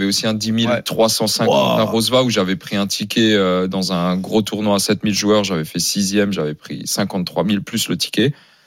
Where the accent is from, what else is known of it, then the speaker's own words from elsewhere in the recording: Germany; Bon, après, j'ai grandi en Allemagne aussi.